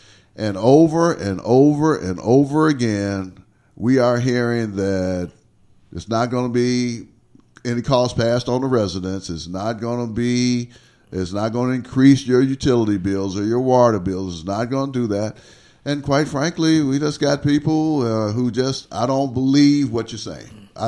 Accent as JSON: {"language": "English", "town": "Wrightsville", "region": "Arkansas", "country": "United States", "lives_now": "Little Rock, United States", "said": "I'm from Wrightsville, so I certainly still have concerns about how that area is developed. But certainly, as living in Little Rock now, and as a representative of Ward 1"}